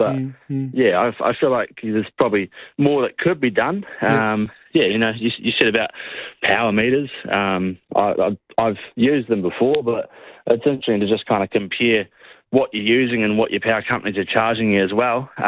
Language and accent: English; New Zealand; As a New Zealander, you get put on a basically automatic visa that gives you the right to work and live here.